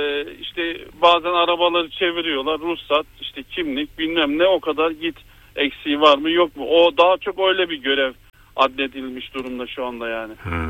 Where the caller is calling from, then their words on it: Istanbul, Turkey; ben İstanbul'dan.